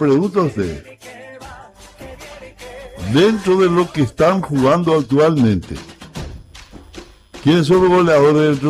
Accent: Spain; Bueno, yo soy español.

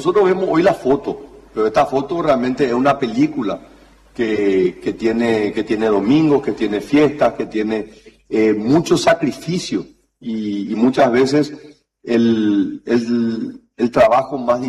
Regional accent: Paraguay; yo estoy orgulloso como paraguayo

